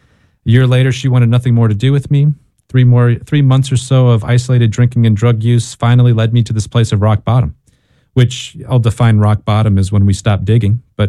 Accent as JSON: {"language": "English", "region": "Wisconsin", "country": "United States", "tie": "born or raised there", "said": "I grew up in Northeast Wisconsin in a family that was riddled by addiction. If you Google the drunkest counties in the United States, you'll see exactly where I grew up."}